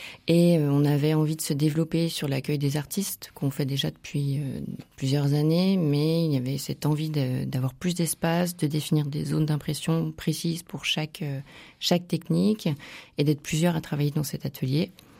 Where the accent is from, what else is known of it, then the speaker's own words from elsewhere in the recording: Bourgogne-Franche-Comté, France; Alors moi je ne suis pas du tout charentaise, je viens de Bourgogne, où c'est plutôt la gastronomie qui est mise en avant